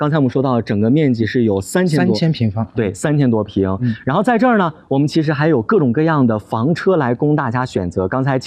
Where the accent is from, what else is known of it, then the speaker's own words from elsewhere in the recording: Xinjiang, China; 但是其实对于我们新疆来说，不知道有好多好朋友知不知道，就是城市和城市之间确实很远，然后景区和景区之间也很远